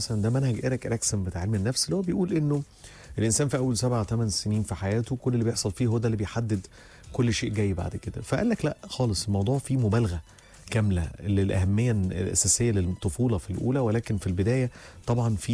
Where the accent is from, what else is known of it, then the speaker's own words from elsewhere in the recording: Egypt; هيضحكوا جامد على حالنا مش كمصريين